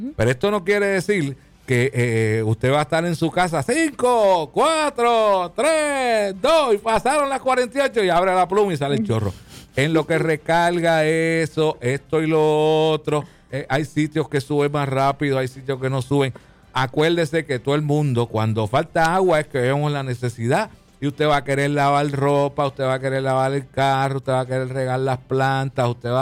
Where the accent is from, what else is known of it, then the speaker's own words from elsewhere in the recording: Puerto Rico; nosotros somos boricuas